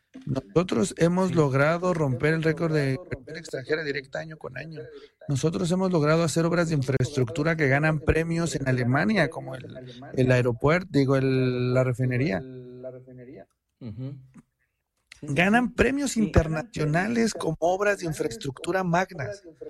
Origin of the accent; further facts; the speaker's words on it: State of Mexico, Mexico; Yo soy del Estado de México.